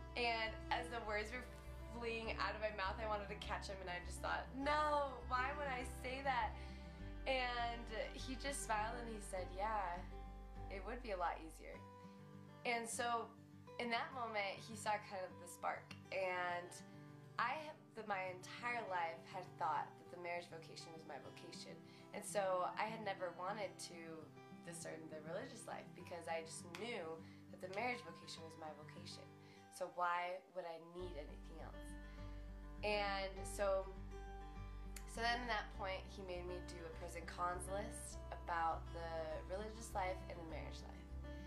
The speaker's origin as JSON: {"language": "English", "region": "Idaho", "country": "United States", "said": "And I'm from Idaho"}